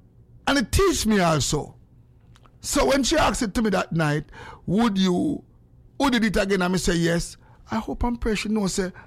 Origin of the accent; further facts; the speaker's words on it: Jamaica; And no, we come from here and we come from Jamaica with this, you know.